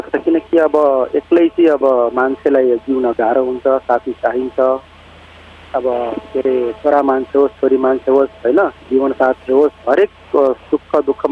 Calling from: Koshi Province, Nepal; मेरो घर सुनसरी हो

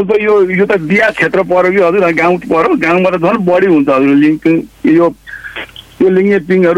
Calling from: Koshi Province, Nepal

